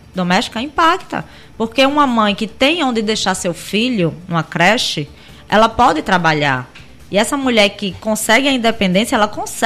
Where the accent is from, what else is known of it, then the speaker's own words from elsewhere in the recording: Natal, Rio Grande do Norte, Brazil; Natal é a minha área, minha base, né? Onde eu cresci, me criei.